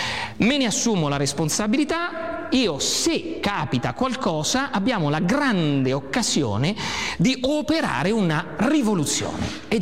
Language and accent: Italian; Umbria, Italy; Vengo dall'Umbria